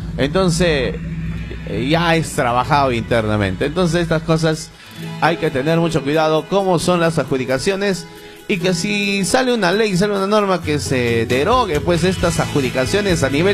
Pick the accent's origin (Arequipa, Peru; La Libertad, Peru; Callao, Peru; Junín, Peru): Junín, Peru; Jauja; ahí en mi tierra Jauja.